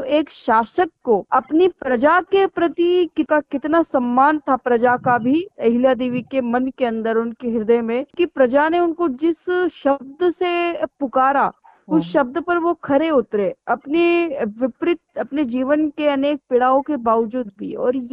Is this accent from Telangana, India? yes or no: no; Ujjain, Madhya Pradesh, India; born there; मेरा जन्मभूमि क्षेत्र भी उज्जैन ही रहा है।